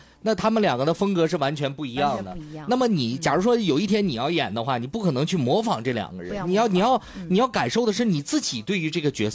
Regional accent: Northeast China, China; 作为北方人和东北人来说

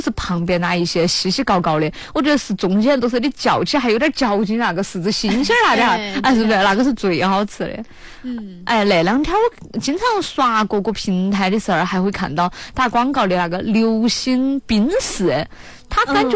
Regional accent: China; 我们中国人独有那种秋日里美好的浪漫

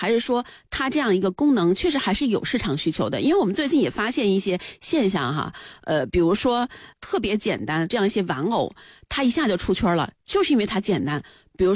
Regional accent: China

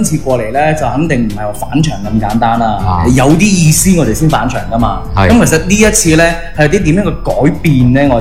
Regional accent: Guangdong, China

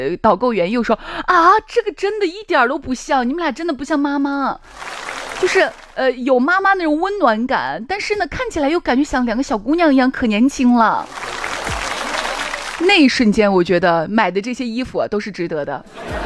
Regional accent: Thailand; 大家好，我是来自泰国的

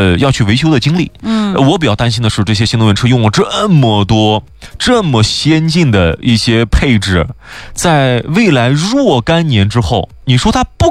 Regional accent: China; 尤其是我们中国人啊

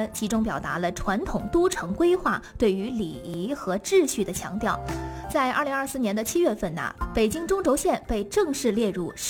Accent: China; 我们中国人

